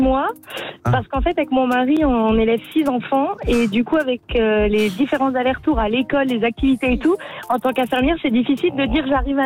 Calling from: Grand Est, France; J'ai 35 ans et je suis en Haute-Marne. C'est au triangle des Bermudes entre Dijon 3 et Nancy. Vous voyez, là où c'est perdu.

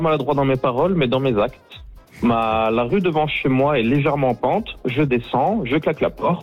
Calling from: Avignon, Provence-Alpes-Côte d'Azur, France; moi j'habite sur Avignon.

